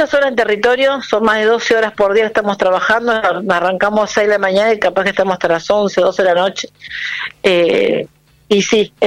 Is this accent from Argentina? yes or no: yes; Viedma, Río Negro, Argentina; yo particularmente soy somos tres personas que somos de Viedma